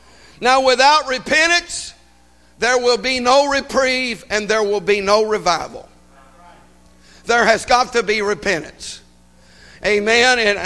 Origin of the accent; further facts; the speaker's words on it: United States; And I am American through and through. I was born here. I was raised here. I am a citizen in here, of here.